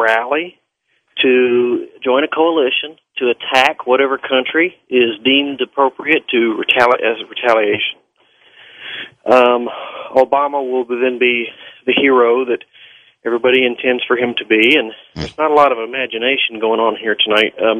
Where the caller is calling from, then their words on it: Tennessee, United States; I'm calling from East Tennessee.